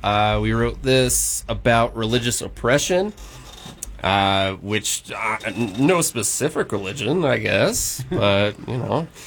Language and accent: English; Utah, United States; growing up in Utah.